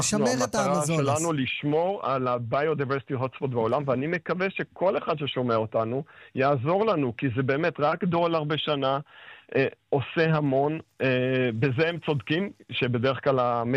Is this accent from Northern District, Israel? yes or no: no; Ashkelon, Southern District, Israel; born or raised there; also born or lived in Beersheba / Kfar Saba; now in Giv'at Ada, Israel